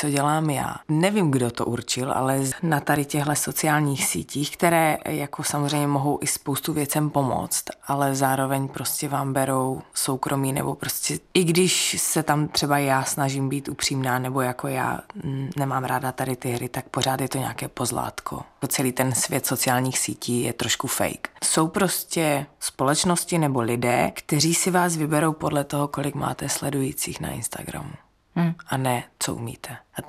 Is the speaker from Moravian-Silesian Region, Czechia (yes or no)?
yes; Havířov, Moravian-Silesian Region, Czechia; Já jsem holka z Havířova.